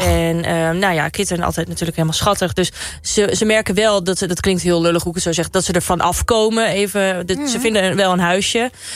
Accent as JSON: {"language": "Dutch", "region": "Overijssel", "country": "Netherlands", "said": "Ik kom zelf uit Twente en ik heb 2 katten uit het asiel in Almelo."}